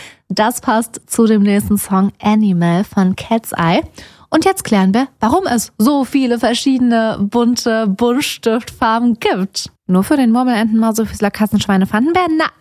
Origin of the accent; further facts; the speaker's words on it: Bavaria, Germany; Unser bayerischer Dialekt ist für die einen gewöhnungsbedürftig, für andere unverständlich und für uns Bayern die Heimatsprache.